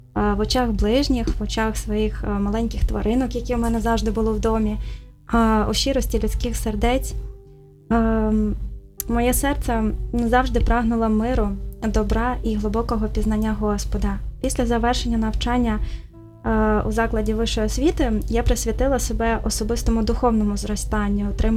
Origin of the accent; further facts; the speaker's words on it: Mariupol, Donetsk Oblast, Ukraine; born there; я народилася в місті Маріуполі, названому на честь Святої Діви Марії.